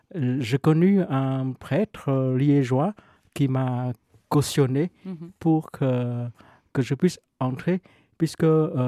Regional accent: France; now in Belgium; Mon physique trahit, oui. Mais je viens de la France.

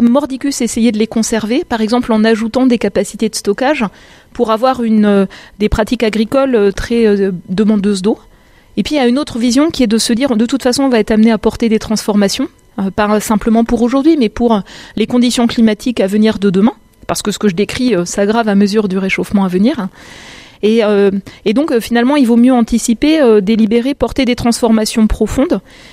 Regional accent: Grand Est, France; j'ai grandi en Lorraine. Je passais mes vacances d'été en Bretagne

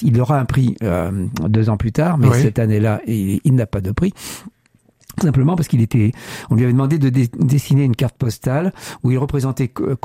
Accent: Limoges, Nouvelle-Aquitaine, France; born there; et même si je suis né à Limoges je le répète.

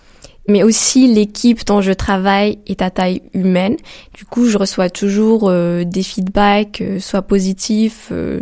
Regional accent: Marrakech, Marrakech-Safi, Morocco; Alors moi, je viens de Marrakech. C'est une ville très connue, très touristique.

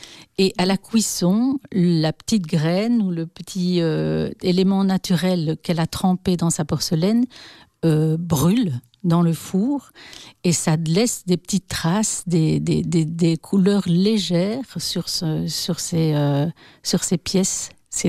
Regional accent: Belgium

